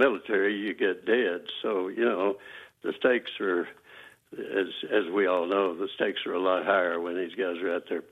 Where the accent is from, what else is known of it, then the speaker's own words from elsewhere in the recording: Texas, United States; I was raised out in West Texas in the outside the hill country.